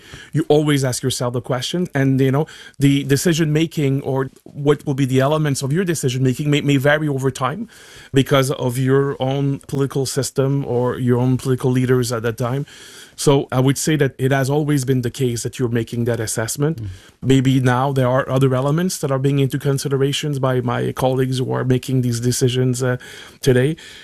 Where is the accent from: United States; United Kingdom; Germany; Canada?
Canada; Well, as a Canadian, I take offense